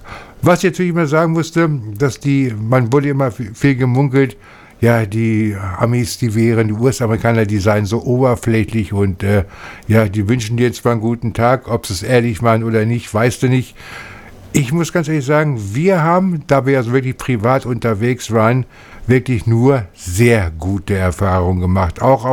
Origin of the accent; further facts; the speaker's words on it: Hanover, Lower Saxony, Germany; Ja, ja, wir kommen aus Hannover.